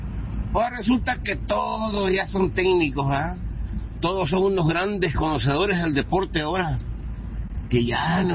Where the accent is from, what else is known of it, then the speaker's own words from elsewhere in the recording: Mexico; ya saben cómo somos los mexicanos